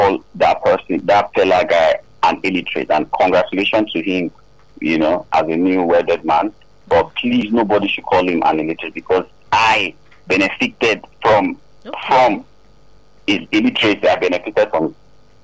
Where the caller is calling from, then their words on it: Ibadan, Oyo, Nigeria; calling from Ibadan.